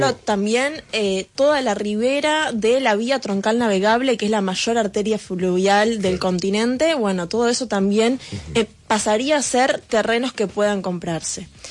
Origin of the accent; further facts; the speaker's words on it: Buenos Aires, Argentina; Soy de acá de Buenos Aires.